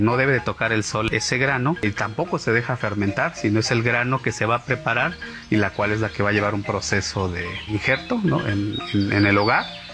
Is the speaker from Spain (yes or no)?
no; Tanetze de Zaragoza, Oaxaca, Mexico